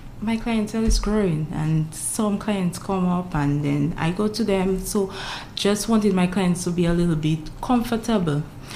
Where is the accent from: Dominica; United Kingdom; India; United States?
Dominica; Grand Fond; Yes, I'm from Grand Fond.